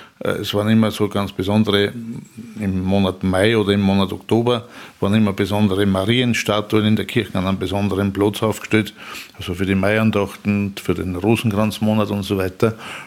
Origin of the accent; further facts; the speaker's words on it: Upper Austria, Austria; wenn ich in meine Heimat fahre, da fängt dann der Kobernaußerwald an und so, da wird schon sehr hügelig und waldig.